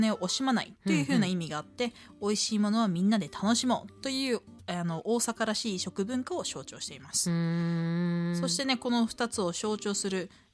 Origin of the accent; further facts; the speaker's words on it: Hiroshima, Japan; 私出身が広島なんで